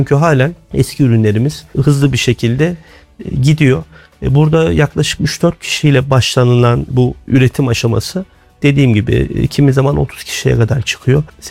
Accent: Kayseri, Turkey; born there; Kayseri doğumluyum, 47 yaşındayım.

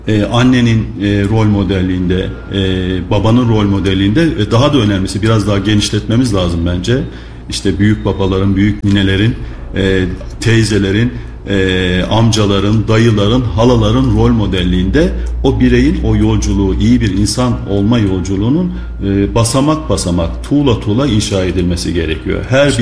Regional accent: Marmaris, Muğla, Turkey; born there; Şimdi benim Marmaris, Muğla Marmaris doğumluyum.

